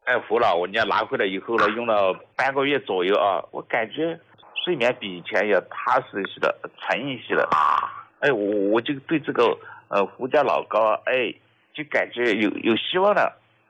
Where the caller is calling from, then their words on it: Nantong, Jiangsu, China; 我来自江苏南通的。